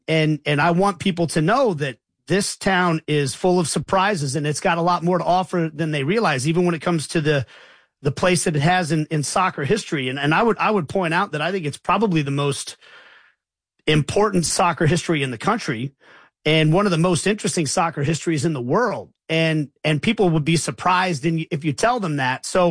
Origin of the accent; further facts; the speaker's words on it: Kansas City, Kansas, United States; also born or lived in Johnson County; I've always loved Kansas City, and I'm a person who feels like I grew up in Wyandotte County. I spent time in Johnson County. I spent time in Kansas City, Missouri.